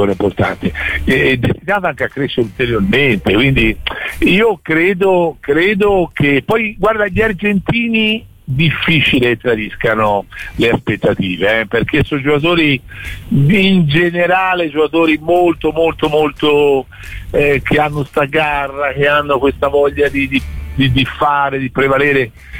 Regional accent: Florence, Tuscany, Italy; da fiorentino che ha lavorato 5 anni a Pisa, il Dio è forte, la rivalità fortissima.

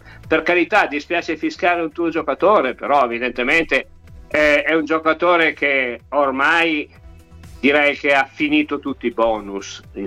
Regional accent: Turin, Piedmont, Italy; Io torinese come sono

